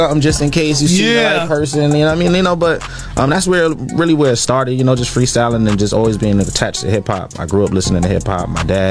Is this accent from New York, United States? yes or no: yes; Bay Shore, New York, United States; Also, I grew up in Long Island as well.